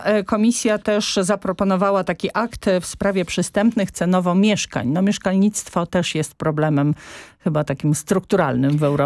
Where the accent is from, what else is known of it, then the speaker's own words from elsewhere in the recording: Warsaw, Masovian Voivodeship, Poland; Ja jestem z Warszawy, ale ja kocham w ogóle różne regiony Polski.